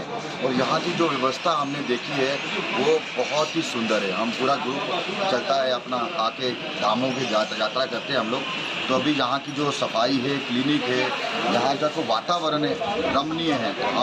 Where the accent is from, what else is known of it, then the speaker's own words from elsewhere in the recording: Mumbai, Maharashtra, India; हम मुंबई से आए हैं, पुणे से भी आए हैं भक्त